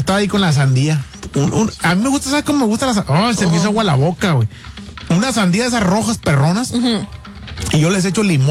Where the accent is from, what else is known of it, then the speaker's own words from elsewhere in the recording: Estación Capoma, Sinaloa, Mexico; Fíjate, yo me acuerdo cuando estaba morro que. Allá para donde soy yo, de Sinaloa, de Estación Capoma, Guasave, Sinaloa, México.